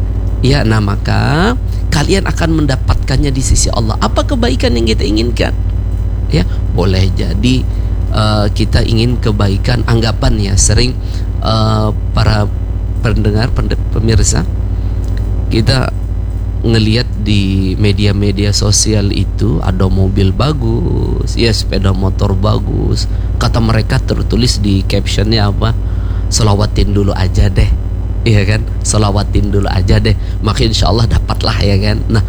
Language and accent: Indonesian; Banjar, South Kalimantan, Indonesia; Maka ada ulama di tempat kita, ya, orang Banjar biasanya mengiau Abah Haji atau Guru Judi.